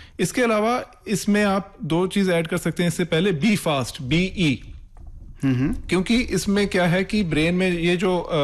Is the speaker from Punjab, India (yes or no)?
yes; Punjab, India; मैं पंजाब से हूँ